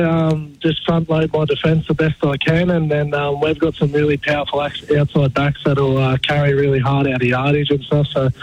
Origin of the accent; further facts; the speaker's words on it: Newcastle, New South Wales, Australia; It's the biggest honour of my life to represent my hometown